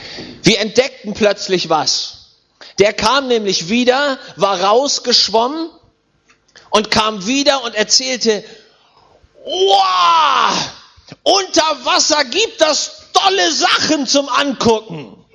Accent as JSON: {"language": "German", "region": "Schleswig-Holstein", "country": "Germany", "tie": "born or raised there", "said": "Als Junge in Schleswig-Holstein aufgewachsen"}